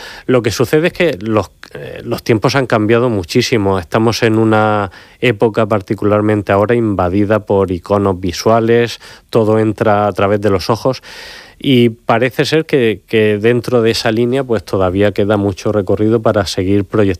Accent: Region of Murcia, Spain; Y nuestra obligación como murcianos, pero también, lógicamente, que en la dirección del Museo Salzillo, es que esa imagen se conozca

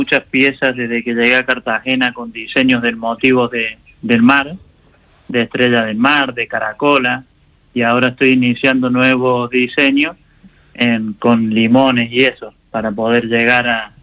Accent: Argentina; moved away as an adult; also born or lived in Andalusia; now in Murcia, Spain; No, hace 2 años estoy aquí en la región de Murcia, uh-huh, y soy argentino y he estado en Andalucía.

